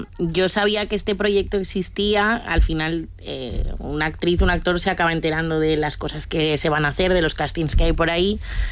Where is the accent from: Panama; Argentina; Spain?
Spain; Jaca, Aragon; Mucho, es que soy aragonesa, entonces no hay nadie más cabezón que yo en la vida.